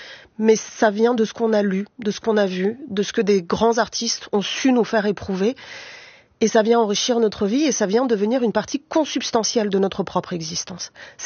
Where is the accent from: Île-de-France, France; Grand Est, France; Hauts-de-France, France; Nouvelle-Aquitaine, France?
Île-de-France, France; Paris; Tu viens d'où ? Bon, bah, je viens d'un certain quartier de Paris.